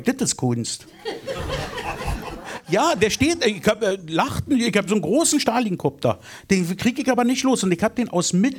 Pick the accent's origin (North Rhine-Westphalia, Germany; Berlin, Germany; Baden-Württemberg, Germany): Berlin, Germany; In Prenzlauer Berg. Mhm. Da bin ich aufgewachsen. Mhm. Und da wohne ich heute noch.